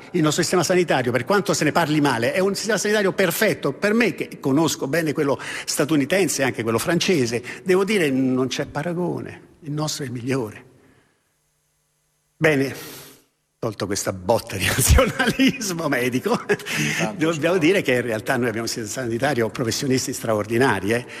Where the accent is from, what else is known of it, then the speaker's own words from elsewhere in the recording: Rome, Lazio, Italy; essendo romano